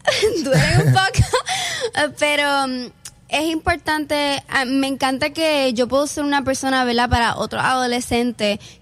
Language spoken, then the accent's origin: Spanish; Puerto Rico; yo soy cantautora puertorriqueña, canto pop en español